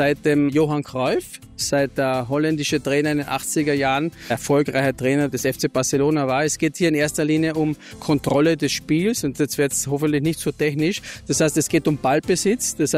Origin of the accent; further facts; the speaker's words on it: Villach, Carinthia, Austria; dieses Jahr das Camp zum ersten Mal nach Kärnten zu bringen, in meine Heimat, nach Villach